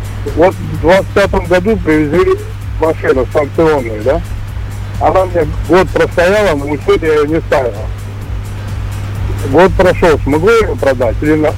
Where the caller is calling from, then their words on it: Spassk, Russia; со Спаска.